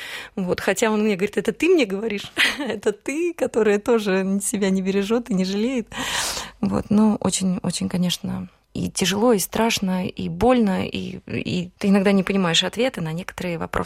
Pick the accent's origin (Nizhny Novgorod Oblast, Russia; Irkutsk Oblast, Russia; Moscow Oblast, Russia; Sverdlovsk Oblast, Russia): Nizhny Novgorod Oblast, Russia; Nizhny Novgorod; Все почему-то думали, что я из Санкт-Петербурга, а не из Нижнего Новгорода.